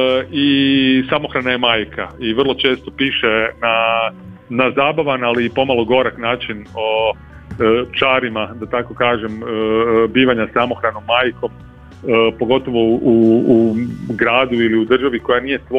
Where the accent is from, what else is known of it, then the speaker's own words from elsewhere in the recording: Croatia; mi smo tu kao Hrvati, kao hrvatski čitatelji, kao hrvatska publika